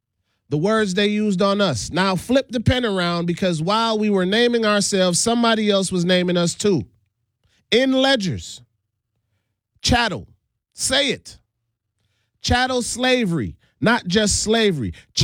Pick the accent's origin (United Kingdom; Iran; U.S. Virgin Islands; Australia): U.S. Virgin Islands; I am from the Virgin Islands.